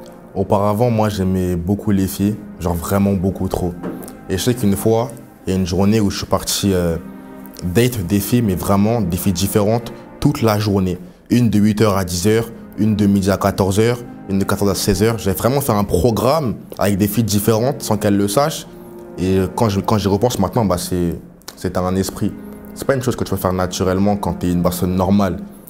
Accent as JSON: {"language": "French", "town": "Paris", "region": "Île-de-France", "country": "France", "tie": "born or raised there", "said": "J'ai grandi à Paris avec ma mère et pas mon père, je le connaissais pas du coup, mais ma petite sœur."}